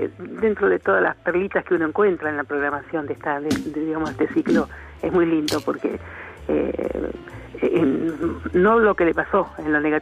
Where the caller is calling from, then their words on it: Chascomús, Buenos Aires Province, Argentina; de Chascomús.